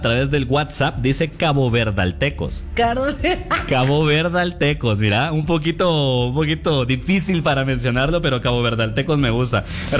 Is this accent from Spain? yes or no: no; Guatemala